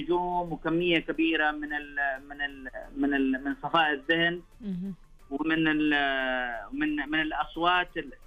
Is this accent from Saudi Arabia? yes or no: yes; Asir, Saudi Arabia; قلت أني أنا أحسن مكان ممكن أني أنا أسوي فيه الموقع أنه مسقط رأسي، قريتي اللي أنا عشت فيها، موقعها كان جميل، الموقع كان يعني قريب من منطقة النماص وقريب من منطقة المجاردة